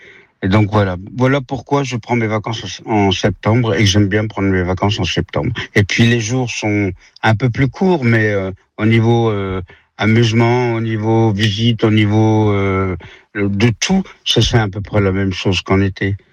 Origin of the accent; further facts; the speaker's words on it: Amboise, Centre-Val de Loire, France; Bonjour Ici Touraine … je suis d'Amboise.